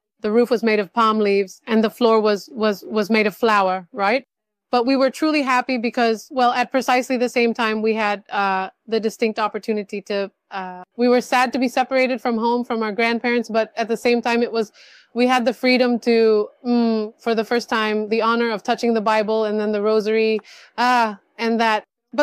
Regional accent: South India, India; now in Barcelona, Spain; I personally came from a very large family of 24 people living at home. We come from the south of India and we were the only ones in the house, me, my mom and my parents, who were Catholic.

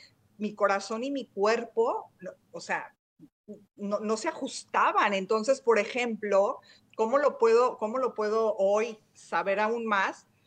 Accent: León, Guanajuato, Mexico; yo soy de León, Guanajuato, yo me fui a vivir a estudiar a la Universidad a Puebla.

